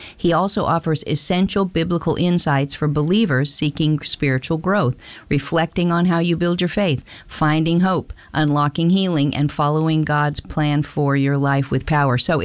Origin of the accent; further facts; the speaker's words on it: California, United States; but I grew up in California in the 60s.